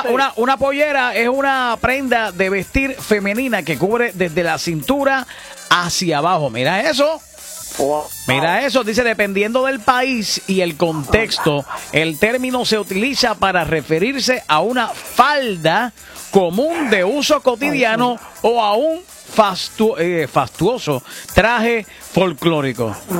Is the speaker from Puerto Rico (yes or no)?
yes; Moca, Puerto Rico; eso es un orgullo, ser jíbaro. Yo soy un jíbaro de la barranca de las verdes y hermosas colinas del barrio Cuchillas de Moca.